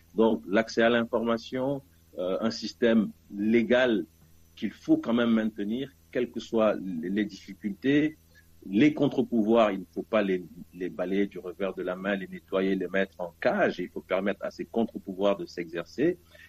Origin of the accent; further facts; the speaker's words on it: Togo; mon pays, le Togo